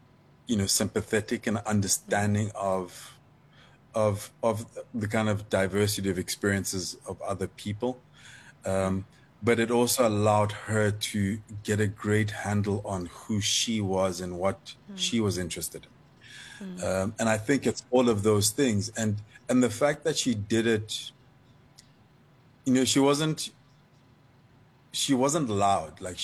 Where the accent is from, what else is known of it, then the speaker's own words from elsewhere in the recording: Lesotho; growing up in Lesotho in a particular time, it was interesting because South Africa was very blocked off, but Lesotho was very kind of, our influences were global.